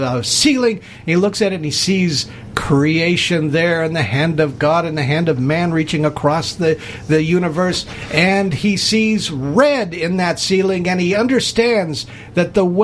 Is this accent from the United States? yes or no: yes; Los Angeles, California, United States; I was raised in Los Angeles and Hollywood movies and everything